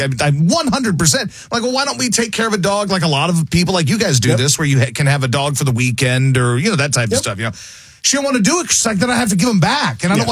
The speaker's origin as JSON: {"language": "English", "town": "Baton Rouge", "region": "Louisiana", "country": "United States", "tie": "born or raised there", "said": "I grew up in Baton Rouge, Louisiana."}